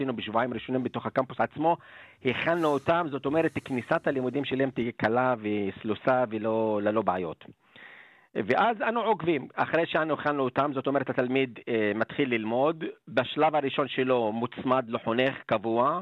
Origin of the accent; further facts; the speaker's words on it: Arab al-Aramshe, Northern District, Israel; במקור צפונאי מערב אל-עראם של יד הגבול.